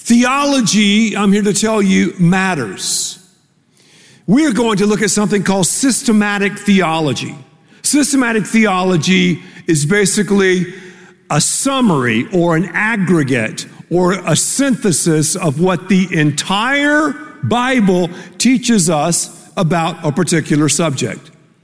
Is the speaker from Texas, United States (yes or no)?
yes; Texas, United States; We're from Texas. I mean, I'm from the dirty South.